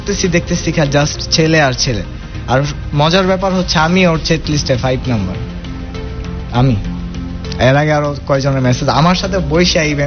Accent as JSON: {"language": "Bangla", "town": "Narayanganj", "region": "Dhaka Division", "country": "Bangladesh", "tie": "born or raised there", "also_born_or_lived": "Mymensingh", "said": "আমি মাইনসিং থেকে বিলং করি, আর ছোটবেলার থেকে বেড়ে ওঠা নারায়ণগঞ্জে আমার আব্বুর জব পারপাসের কারণে আর কি।"}